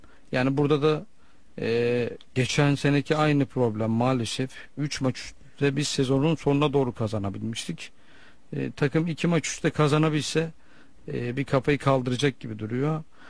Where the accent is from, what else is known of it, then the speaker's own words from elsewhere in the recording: Sivas, Turkey; ben bir Sivaslı olarak bizim için bir hayal, bizim için orada çalışmak rüya gibiydi tabii ki.